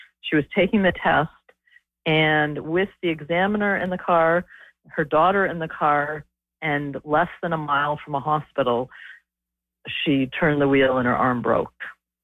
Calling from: Halifax, Nova Scotia, Canada; I'm calling from Halifax, Nova Scotia.

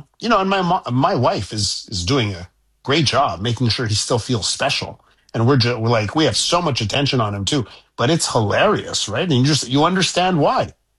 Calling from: Quebec, Canada; you know, in Quebec, I come to you from Soviet Quebecistan, as you know. And, you know, here... we like to tax you.

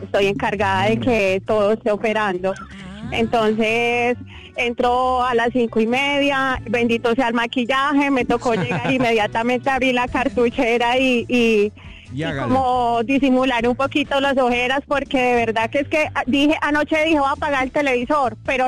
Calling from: Armenia, Quindío, Colombia; I'm from Colombia, Armenia, Quindío.

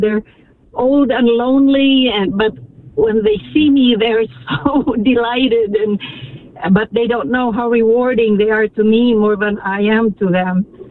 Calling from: Las Vegas, Nevada, United States; our parish here in Las Vegas, St. Anthony of Padua, Las Vegas Parish.

